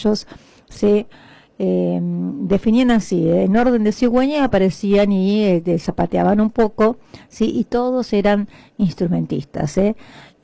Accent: Argentina

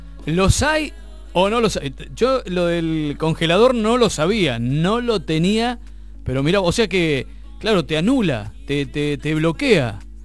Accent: Argentina; Y bueno, somos argentinos.

